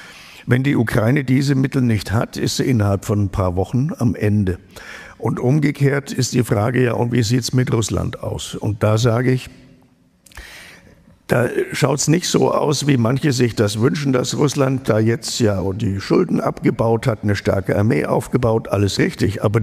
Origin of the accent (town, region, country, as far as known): Germany